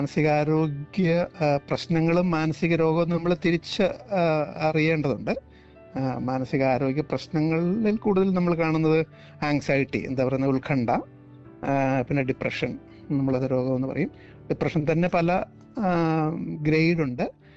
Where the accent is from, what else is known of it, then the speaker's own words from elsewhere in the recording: Kerala, India; moved away; നമ്മൾ ഇന്ത്യയിൽ നിന്ന് വരുന്നവർ അല്ലെങ്കിൽ മലയാളികളായിട്ടുള്ളവർ